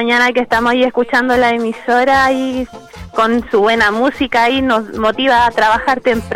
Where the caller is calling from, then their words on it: Hualañé, Maule, Chile; estoy llamando de acá, de Gualañé.